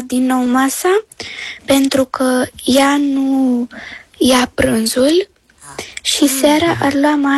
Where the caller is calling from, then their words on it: Craiova, Dolj, Romania; sunt din Craiova